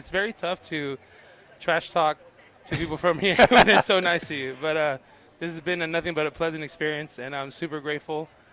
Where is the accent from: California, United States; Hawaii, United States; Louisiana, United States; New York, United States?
California, United States; Los Angeles; I'm from Los Angeles, California.